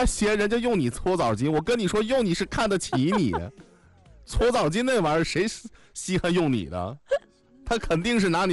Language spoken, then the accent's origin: Chinese; China; 咱们都是中国人，我们的接受的教育就是很传统的中国文化教育。